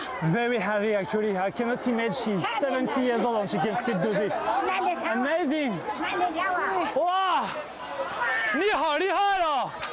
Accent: France; I'm here to buy food, but in my hometown, in France, it's completely different.

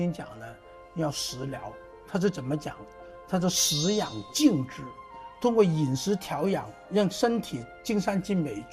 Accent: Guangdong, China; 我们广东人

